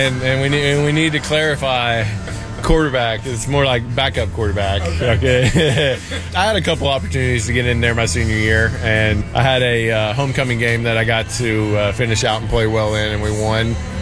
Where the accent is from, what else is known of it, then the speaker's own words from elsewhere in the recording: Huntsville, Alabama, United States; the opportunities that were given to me from growing up in Huntsville.